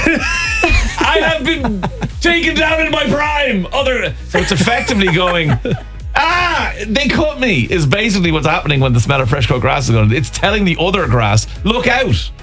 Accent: Dublin, Leinster, Ireland; As a Jackeen living in Dublin, yeah. I spent my summers down in Limerick, in rural Limerick.

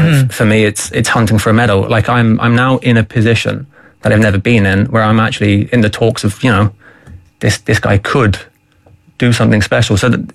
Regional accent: Ireland

